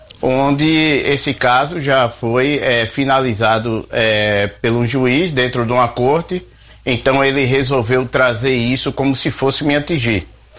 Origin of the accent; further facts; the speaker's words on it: Northeast Region, Brazil; moved away; Eu sou nordestino.